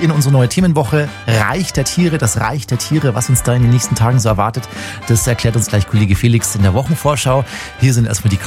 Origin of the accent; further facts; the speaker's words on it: Bavaria, Germany; Ich bin ja auf dem Land groß geworden, im Chiemgau, in der Nähe vom Chiemsee.